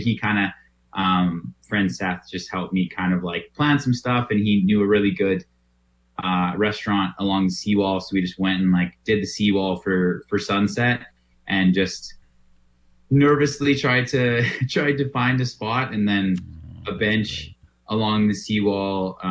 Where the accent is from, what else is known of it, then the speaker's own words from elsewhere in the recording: Lethbridge, Alberta, Canada; moved away as an adult; also born or lived in Winnipeg / Coaldale / Calgary; now in Coquitlam, Canada; So I think I was like 8 years old, and we moved to Alberta. So pretty much grew up in like southern Alberta. Okay. I don't know if you know a small town like Lethbridge.